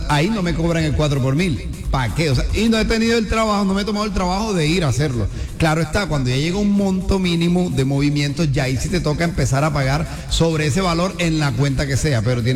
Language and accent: Spanish; Colombia; lo que pasa es que nosotros como colombianos tenemos derecho a una cuenta de ahorro.